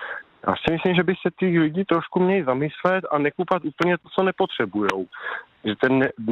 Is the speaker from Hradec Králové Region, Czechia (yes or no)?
no; Plzeň Region, Czechia; now in near Plzeň, Czech Republic; já taky vlastně pocházím kousek od Berounky, nebo vlastně jsem žil u Berounky.